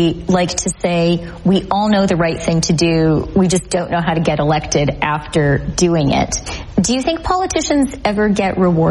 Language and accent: English; Canada; One of those two is my home country of Canada, where I served as finance minister during and after COVID.